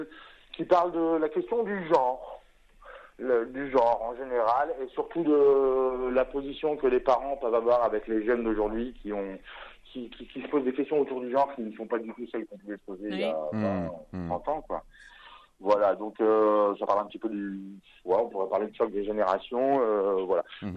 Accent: Longwy, Grand Est, France; moved away; Moi, je sais que j'ai dit que j'étais parti de Longwy assez tôt, quand j'étais plus jeune.

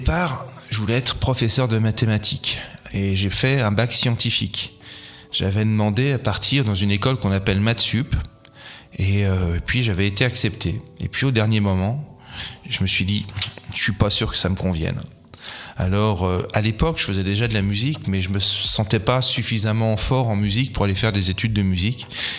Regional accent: Troyes, Grand Est, France; also born or lived in Paris; moi, je suis né à Troyes. J'ai grandi à Troyes. J'ai fait mes écoles à Sainte-Savine, Saint-André, puis à nouveau à Sainte-Savine pour le lycée. Puis après, je suis parti un petit peu à Paris pour faire mes études.

